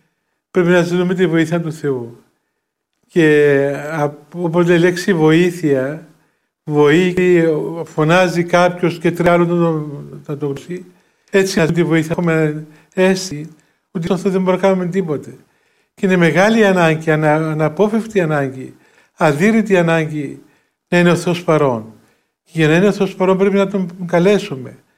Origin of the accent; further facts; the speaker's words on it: Greece; είμαστε Έλληνες